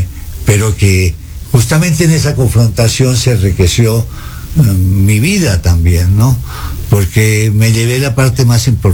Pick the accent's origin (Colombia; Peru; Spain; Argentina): Colombia